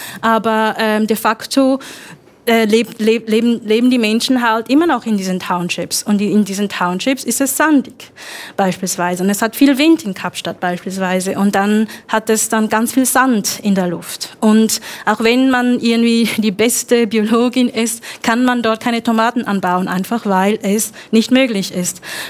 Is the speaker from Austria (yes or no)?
no; Zurich, Switzerland; now in Bayreuth, Germany; Also ich bin aus Zürich, im Zürcher Unterland aufgewachsen.